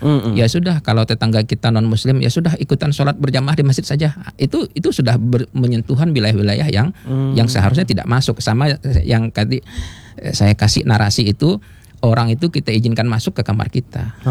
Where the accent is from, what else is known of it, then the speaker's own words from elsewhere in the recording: Sambas, West Kalimantan, Indonesia; kita masyarakat Sambas itu pernah punya sejarah kelam kerusuhan.